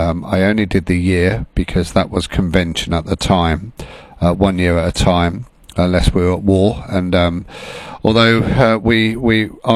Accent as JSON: {"language": "English", "town": "Huntingdon", "region": "East of England", "country": "United Kingdom", "tie": "born or raised there", "said": "born and raised in Huntingdon"}